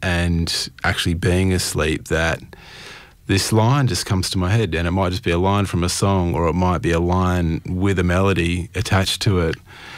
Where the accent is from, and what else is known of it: Adelaide Hills, South Australia, Australia; born or raised there